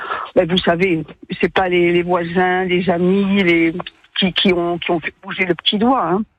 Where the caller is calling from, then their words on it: Corsica, France; en tant que Corse vivant dans un village.